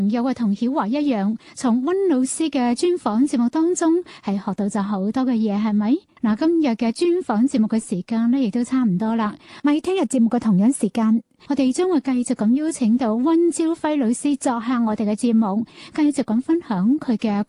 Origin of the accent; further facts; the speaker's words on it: Guangdong, China; 而且咧亦都系好能够体现我哋岭南人嘅嗰种比较注